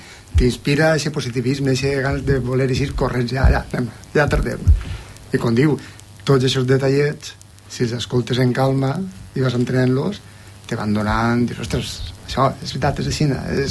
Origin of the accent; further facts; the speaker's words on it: Oliva, Valencian Community, Spain; jo antes soc d'Oliva i pertanyia a una comparsa que es deia corsaris